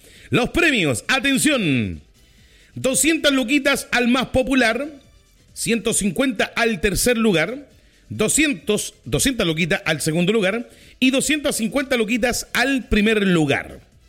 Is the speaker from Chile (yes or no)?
yes; Chile; Mira, me encanta la cueca. Soy chileno, me encanta la cueca.